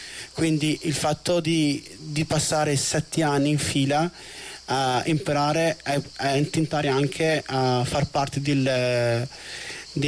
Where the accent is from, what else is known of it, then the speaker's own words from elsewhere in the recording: Morocco; moved away as an adult; now in Italy; io sono nato e cresciuto in Marocco